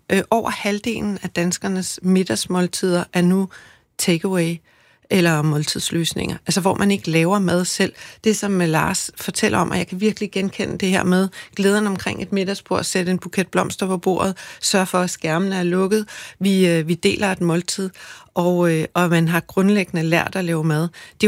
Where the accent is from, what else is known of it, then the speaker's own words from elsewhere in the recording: Zealand, Denmark; Jeg er vokset op på Sydsjælland, på landet